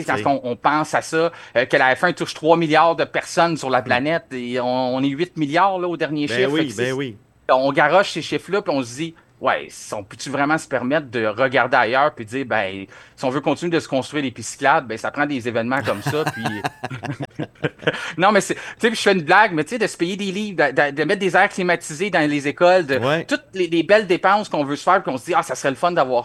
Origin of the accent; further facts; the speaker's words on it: Montreal, Quebec, Canada; chez nous à Montréal